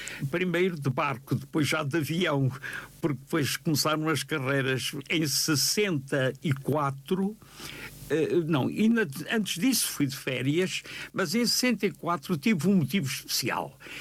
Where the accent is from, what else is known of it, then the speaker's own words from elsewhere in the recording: Luanda, Angola; Sei que nasci perto da Mutamba, num prédio que é hoje museu, ali perto da Mutamba, na rua que se chamava nessa altura Ferreira Borges, que ia dar à piscina do Romão.